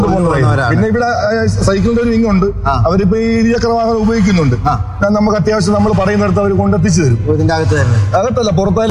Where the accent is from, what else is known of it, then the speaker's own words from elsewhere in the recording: Kerala, India; ഞങ്ങളുടെ നാട്ടിൽ ഇപ്പം മത്സ്യത്തൊഴിലാളികൾ അധിവസിക്കുന്നത് മേഖലയാണ് ശക്തിവുള്ളങ്ങര.